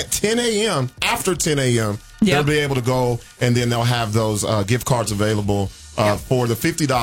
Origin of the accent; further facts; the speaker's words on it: California, United States; See, I'm from California.